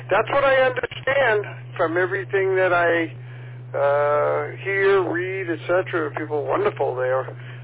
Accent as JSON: {"language": "English", "region": "Florida", "country": "United States", "tie": "born or raised there", "moved": "as an adult", "lives_now": "Oregon, United States", "said": "I grew up in South Florida, and I counted the days till I got away. I actually went back to school, so I left and I moved to Oregon to go to graduate school."}